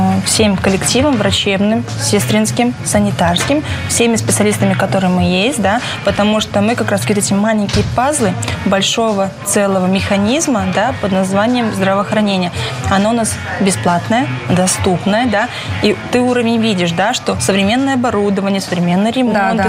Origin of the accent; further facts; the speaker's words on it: Belarus; белорусы мы добрые, да, мы открытые.